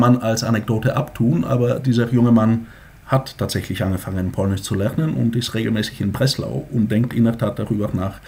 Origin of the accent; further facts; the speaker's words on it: Bulgaria; German is a second language; Ich habe gesagt, ziemlich kompliziert, soweit ich weiß, als Bulgarin.